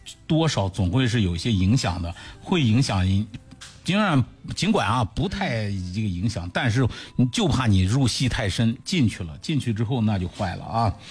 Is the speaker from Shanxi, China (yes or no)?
yes; Shanxi, China; 尤其是对咱们山西人来说，